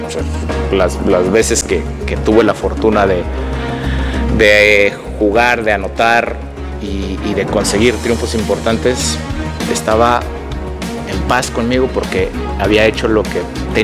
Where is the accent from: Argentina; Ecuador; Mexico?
Mexico; Porque esto es México, lo que estamos viviendo es México. Nosotros somos ese país